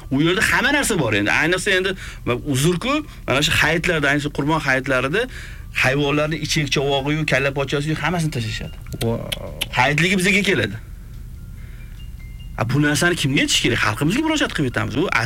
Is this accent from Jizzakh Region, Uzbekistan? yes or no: no; Tashkent, Uzbekistan; Albatta, mana shu Sergelida, Xonobod, mana shu shahar chekkasida Xonobodda tug'ilganman, o'sha tug'ilib o'sganman.